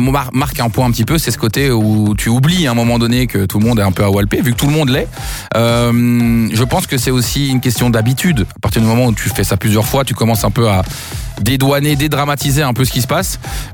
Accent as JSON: {"language": "French", "country": "Belgium", "said": "chez nous en Belgique"}